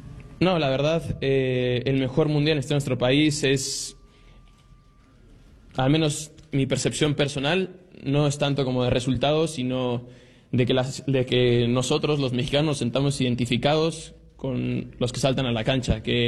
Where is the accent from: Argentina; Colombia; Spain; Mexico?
Mexico; Y digamos, hermano, somos mexicanos y nos sobreponemos de todo